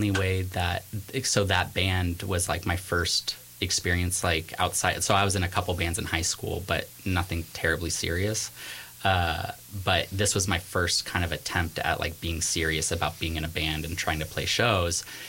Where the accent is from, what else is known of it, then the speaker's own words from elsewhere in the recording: San Diego, California, United States; moved away; I'm from San Diego originally.